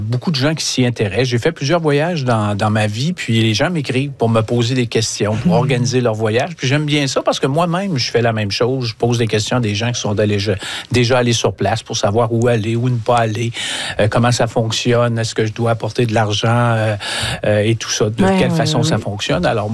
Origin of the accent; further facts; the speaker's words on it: Quebec City, Quebec, Canada; moved away; Moi, je viens de la ville de Québec. À l'époque, ça s'appelait, avant les fusions, ça s'appelait Villeneuve. Alors, très peu de gens connaissent ce petit endroit-là, Villeneuve, toute petite communauté.